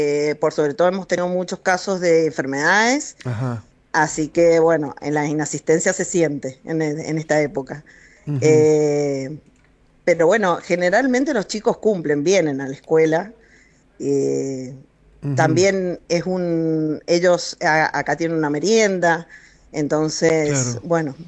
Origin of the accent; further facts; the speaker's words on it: Guaymallén, Mendoza, Argentina; no soy de La Valle. soy directora de Guaymallén y trabajo acá.